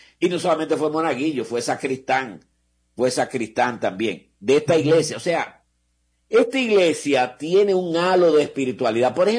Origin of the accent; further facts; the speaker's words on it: La Vega, Dominican Republic; born there; Nacimos en la Vega, y queremos a los veganos, ¿verdad?